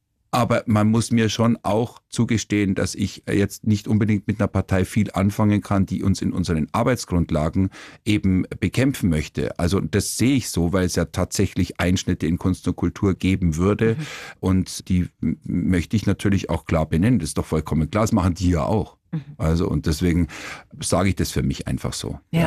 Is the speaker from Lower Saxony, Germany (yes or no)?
no; Kaufbeuren, Bavaria, Germany; bin 66 geboren, und ich hatte natürlich dann schon auch eben damals Schweizer Fernsehen bei uns im Allgäu in Kaufbeuren und österreichisch.